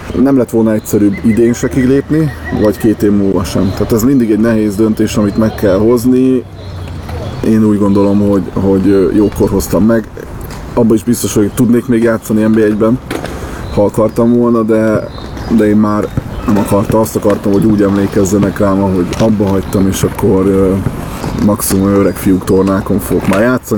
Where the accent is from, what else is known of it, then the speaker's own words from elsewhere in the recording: Orosháza, Békés, Hungary; also born or lived in Szeged; Gyakorlatilag Orosházán születtem, ott nőttem föl, Szegeden voltak a legszebb éveim